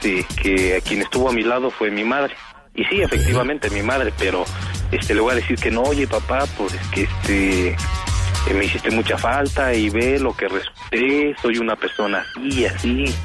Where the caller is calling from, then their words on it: Nicolás Romero, State of Mexico, Mexico; Aquí de Nicolás Romero, pandita.